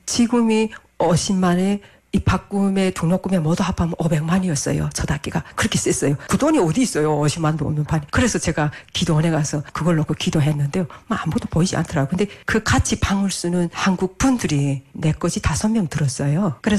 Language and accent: Korean; North Korea; now in South Korea; 아 그래서 내가 나는 북한에서 왔다고 이랬어요.